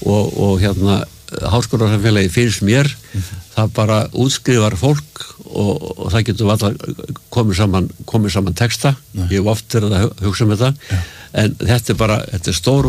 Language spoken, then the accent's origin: Icelandic; Reykjavík, Capital Region, Iceland; ég var alinn upp á Eilskotunni hérna Eilskotu 30 og þá var hérna breytarnir höfðu tjaldað á Öskuvellinum hérna þar sem núna er Dómus Medica